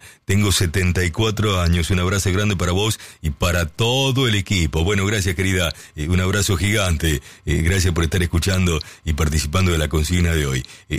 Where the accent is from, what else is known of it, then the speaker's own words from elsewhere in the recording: Lincoln, Buenos Aires Province, Argentina; born there; moved away; mi casa de la ciudad de Lincoln. Mejor dicho, la casa de mis viejos en la ciudad de Lincoln.